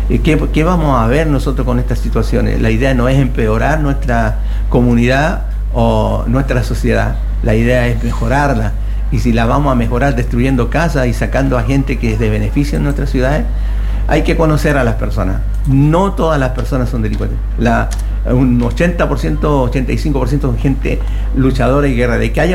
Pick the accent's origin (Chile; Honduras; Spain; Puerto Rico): Chile; Santiago, Santiago Metropolitan Region; now in Antofagasta, Chile; yo soy de Santiago, llevo más de 40 años acá en Antofagasta, he vivido procesos duros, difíciles, procesos bien positivos, pero yo vengo de Santiago, de la población La Bandera.